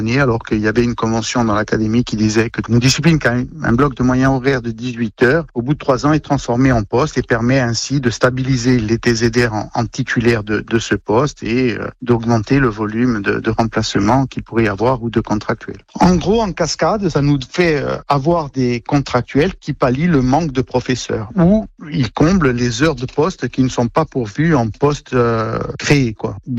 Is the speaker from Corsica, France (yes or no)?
yes; Corsica, France; Chez nous, en Corse